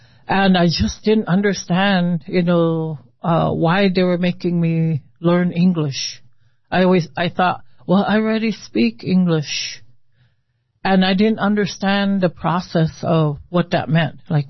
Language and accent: English; Lincoln, Nebraska, United States; I was born in Lincoln, Nebraska, and I would say from 0 to 5, I was pretty much immersed in Omaha culture. And so when my family first moved to Lincoln, it was for jobs. You know, my grandparents were living there when I was born.